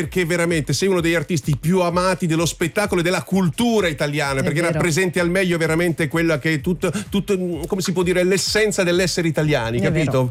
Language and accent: Italian; Minervino Murge, Apulia, Italy; Sono di Minervino Murge e quindi sono cresciuto pure